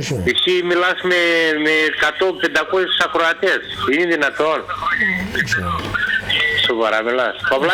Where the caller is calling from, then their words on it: Epanomi, Central Macedonia, Greece; είμαι από την Επανομή